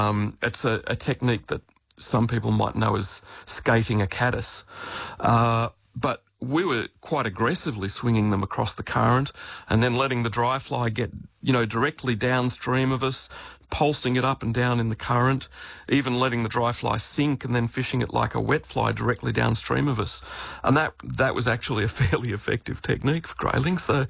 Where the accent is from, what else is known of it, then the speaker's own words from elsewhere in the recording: Australia; one of the challenges for us as the Australian team is that the major species that we were fishing for over there were grayling